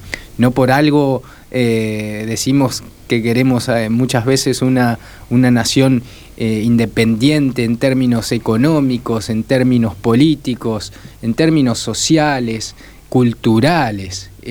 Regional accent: Argentina

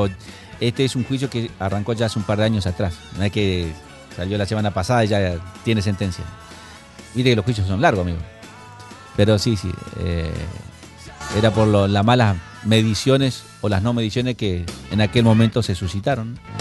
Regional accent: Santa Fe, Argentina; somos santafesinos de segunda categoría. Nosotros acá en el norte tenemos un montón de dificultades básicas

